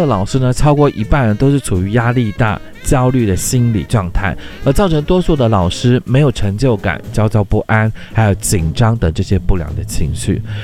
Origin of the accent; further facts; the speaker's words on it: Taiwan; 肝病呢是我们台湾人的国病